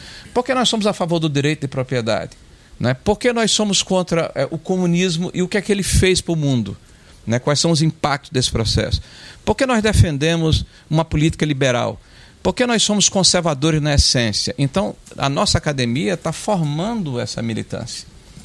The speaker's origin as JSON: {"language": "Portuguese", "region": "Rio Grande do Norte", "country": "Brazil", "said": "O cidadão que mora no interior. Jucurutu, lá do meu estado. Um abraço para Jucurutu."}